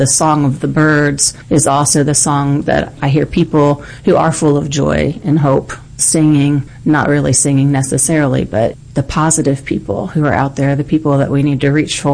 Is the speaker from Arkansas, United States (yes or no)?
no; Florida, United States